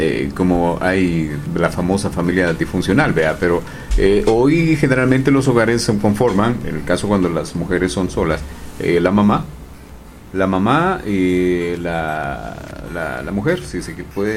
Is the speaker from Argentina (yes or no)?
no; El Salvador; Yo, como salvadoreño que tiene, ¿qué, 24 años?